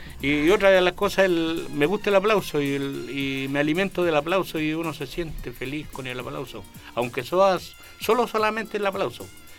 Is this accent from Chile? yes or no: yes; Chanco, Maule, Chile; Nacido y criado en Chanco